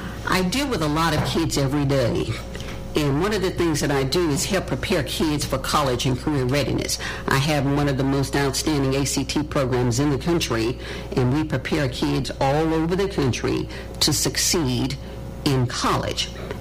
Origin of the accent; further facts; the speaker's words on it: Little Rock, Arkansas, United States; also born or lived in Hope; I am from Little Rock, yes.